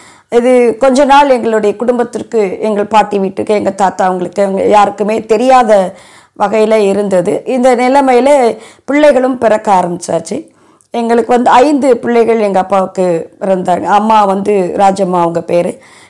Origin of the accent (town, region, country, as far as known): Tamil Nadu, India